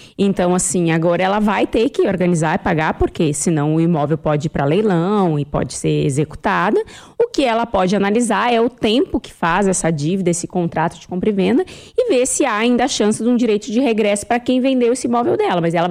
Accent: South Region, Brazil; moved away; lá no sul, lá na minha terra

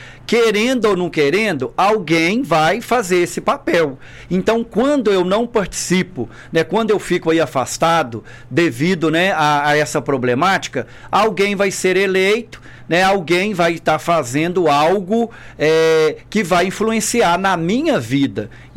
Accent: Pompéu, Minas Gerais, Brazil; Moro aqui bem próximo à rádio, ali no Beco, né, na rua Antônia Alves de Lima. Nasci aqui em Pompéu. A minha família, né, a minha mãe, o meu pai, de Três Marias, a parte maior, né, da minha família.

